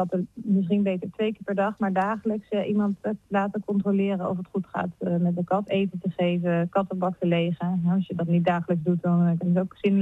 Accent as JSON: {"language": "Dutch", "town": "Uggelen", "region": "Gelderland", "country": "Netherlands", "also_born_or_lived": "Utrecht / Leiden", "lives_now": "Epe, Netherlands", "said": "Ik ben verhuisd naar Epe vanaf januari. Woon ik in Epe. Ik kom oorspronkelijk uit Uggelen, maar heb in Utrecht gestudeerd. In Groningen even gewoond en in Leiden een aantal jaren."}